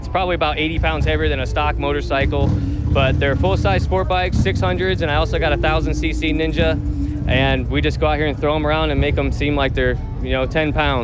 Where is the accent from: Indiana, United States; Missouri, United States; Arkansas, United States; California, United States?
Indiana, United States; Fort Wayne; I'm from Fort Wayne, Indiana.